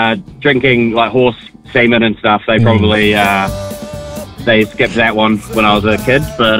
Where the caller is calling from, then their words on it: Christchurch, Canterbury, New Zealand; I'm in Christchurch, mate.